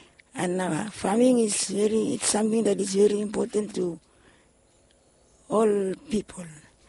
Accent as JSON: {"language": "English", "town": "Pama", "region": "Penama", "country": "Vanuatu", "said": "I'm from Pama."}